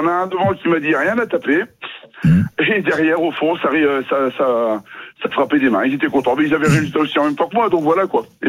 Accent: Paris, Île-de-France, France; Ah, j'étais pour Paris. Je suis parisien.

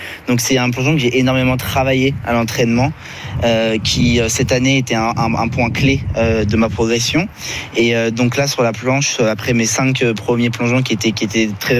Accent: Lyon, Auvergne-Rhône-Alpes, France; Moi, j'ai grandi à Lyon. J'ai fait primaire, collège, lycée là-bas, et en collège j'étais à Saint-Louis-Saint-Bruno

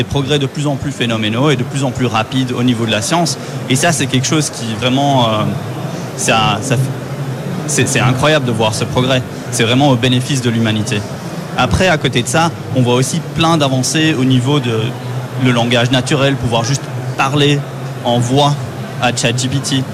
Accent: Brussels, Belgium; moved away as an adult; now in San Francisco, United States; D'origine, oui. Et maintenant, voilà. Je vis aux États-Unis, ça fait 2 ans, à San Francisco.

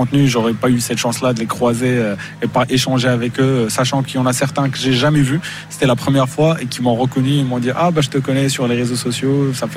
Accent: Morocco; also born or lived in France; En tant que Marocain

